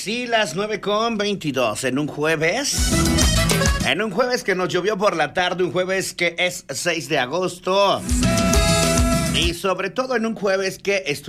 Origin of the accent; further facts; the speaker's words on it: Mexico; nosotros, como buenos mexicanos